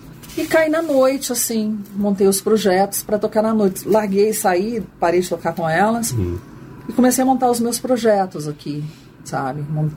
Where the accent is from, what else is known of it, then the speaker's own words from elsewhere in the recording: Uberlândia, Minas Gerais, Brazil; now in Campinas, Brazil; Eu vim de Uberlândia, com uma cidade bem menor.